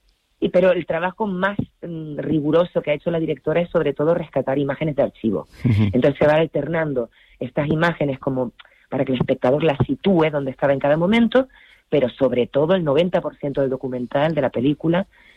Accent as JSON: {"language": "Spanish", "town": "Las Palmas", "region": "Canary Islands", "country": "Spain", "said": "yo soy de Gran Canaria, yo soy de Las Palmas."}